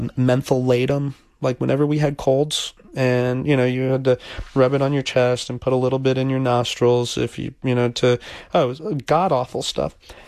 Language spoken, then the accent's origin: English; Miami, Florida, United States; Growing up in Miami, especially if you're Hispanic, you straddle two different cultures.